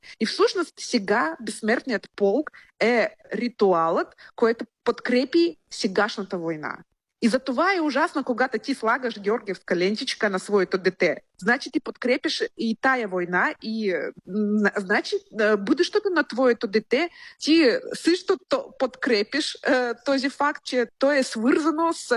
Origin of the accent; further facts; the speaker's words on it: Tomsk, Tomsk Oblast, Russia; Bulgarian is a second language; moved away; в моя роден град Томск